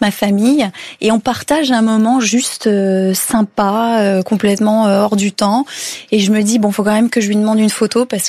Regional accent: France; now in United States; Il me pose plein de questions, il voit que je suis française, ça fait combien de temps que vous êtes là, ainsi de suite.

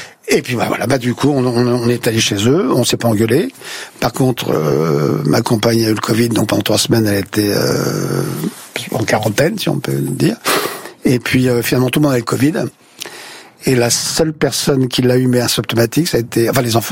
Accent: Paris, Île-de-France, France; je suis parisien.

